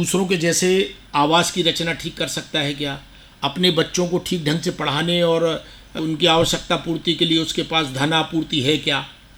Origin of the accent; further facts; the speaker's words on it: Kareli, Madhya Pradesh, India; मैं करेली का रहने वाला हूँ, नरसिंहपुर जिले में आता है, वहाँ से 120 किलोमीटर दूर सागर था